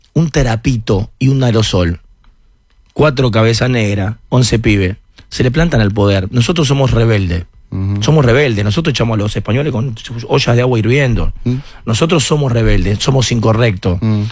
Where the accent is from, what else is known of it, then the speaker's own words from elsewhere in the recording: Argentina; y somos argentinos.